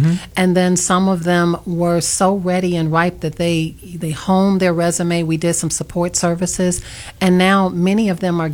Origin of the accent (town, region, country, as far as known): Chicago, Illinois, United States; born or raised there; also born or lived in Los Angeles